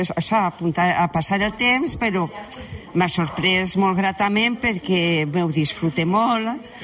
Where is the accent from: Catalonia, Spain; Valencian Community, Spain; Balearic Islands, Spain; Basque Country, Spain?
Valencian Community, Spain; Bellreguard; Jo de Bellreguard.